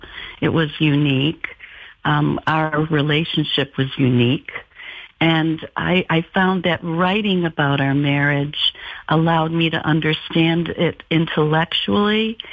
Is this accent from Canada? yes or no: no; Jamestown, New York, United States; born or raised there; moved away